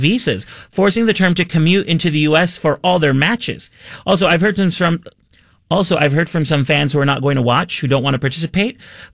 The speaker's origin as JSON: {"language": "English", "region": "New York", "country": "United States", "tie": "born there", "also_born_or_lived": "Miami", "moved": "yes", "said": "I was born in New York. Like I said, I'm Colombian American"}